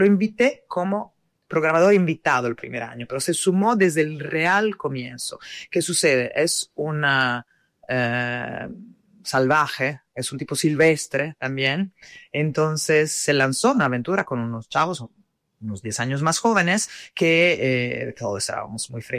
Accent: Italy; moved away; yo también siendo europea, de origen italiana

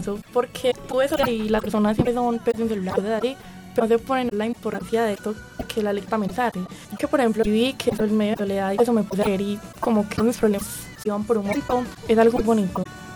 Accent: Medellín, Antioquia, Colombia; also born or lived in Peru; now in Bello, Colombia; Yo nací en Aranjuez, en el hospital La Piloto.

